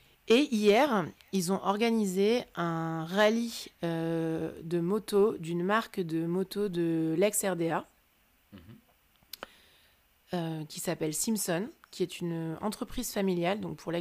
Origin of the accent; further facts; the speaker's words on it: Caen, Normandy, France; C'est que moi je viens de Caen en fait.